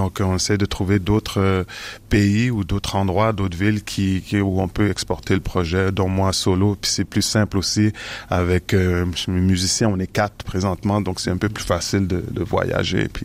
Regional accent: Montreal, Quebec, Canada; born there; je suis né à Montréal, de parents d'origine haïtienne.

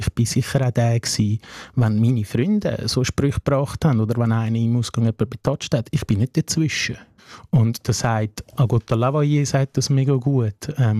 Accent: Afghanistan; now in Switzerland

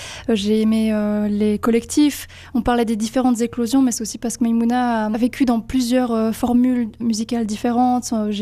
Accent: Valais, Switzerland; born or raised there

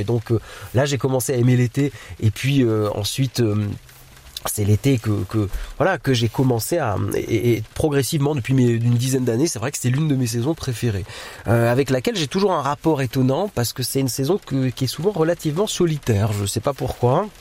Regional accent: Vevey, Vaud, Switzerland; Moi, je suis un Veuvezan de cœur, d'âme et d'esprit

